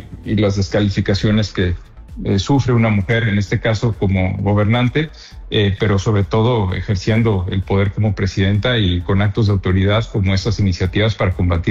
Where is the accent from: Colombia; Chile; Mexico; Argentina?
Mexico; nos une a todos como mexicanos y como mexicanas